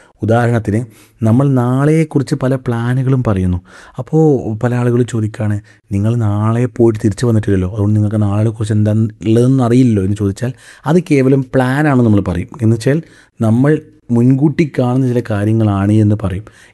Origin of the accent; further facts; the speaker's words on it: Kerala, India; born there; നേപ്പാളിലെ പ്രളയത്തിൽ പെടാതെ ഞാൻ കേരളത്തിൽ ജനിച്ചത് എന്തുകൊണ്ട്?